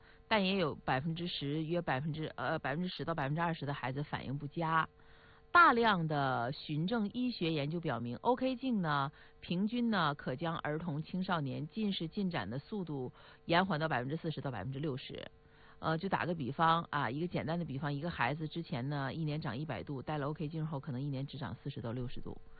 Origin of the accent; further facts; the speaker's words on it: Northeast China, China; accent: Northeastern; 用我们东北话说